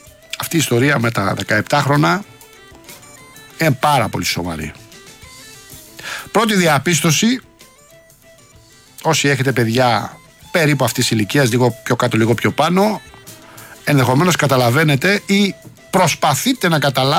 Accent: Rafina, Attica, Greece; now in Athens southern suburbs, Greece; στην πατρίδα μου στη Ραφίνα.

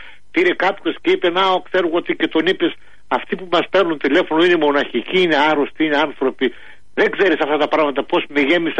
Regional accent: Eastern Macedonia and Thrace, Greece; το χωριό μου είναι 6 χιλιόμετρα, είναι δίπλα στη Δράμα.

